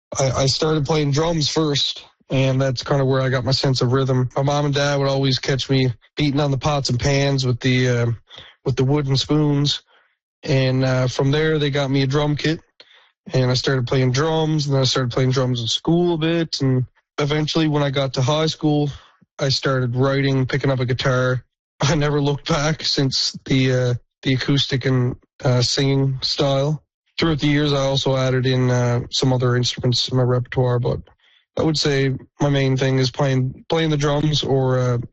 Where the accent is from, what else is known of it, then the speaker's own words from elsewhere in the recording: Wabush, Newfoundland and Labrador, Canada; it was the music video was shot right here in Wabush, Labrador, in my mom and dad's back patio.